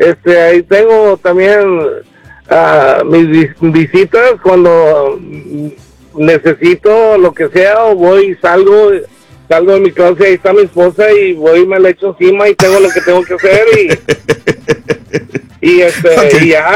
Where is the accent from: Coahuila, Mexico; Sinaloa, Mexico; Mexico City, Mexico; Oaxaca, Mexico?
Coahuila, Mexico; yo soy uno de los troqueros perros, okay, de las tres letras, sí, y soy de Coahuila